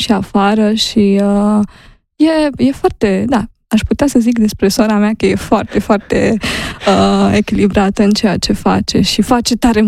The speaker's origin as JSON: {"language": "Romanian", "region": "Maramureș County", "country": "Romania", "tie": "born or raised there", "said": "Și i-am povestit ce înseamnă pentru noi partea asta de am crescut acolo, în Maramureș, și bunicii noștri ne cântau."}